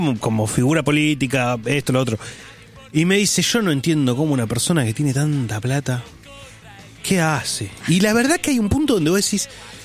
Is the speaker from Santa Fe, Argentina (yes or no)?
no; La Matanza, Buenos Aires Province, Argentina; now in Boulogne, Argentina; Sí, claro. Tengo tatuado el mapa de la Matanza.